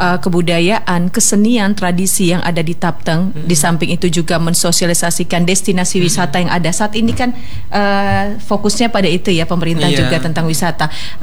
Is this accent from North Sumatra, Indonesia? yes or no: yes; North Sumatra, Indonesia; Di situ saya juga sebagai orang Batak jadi tahu gitu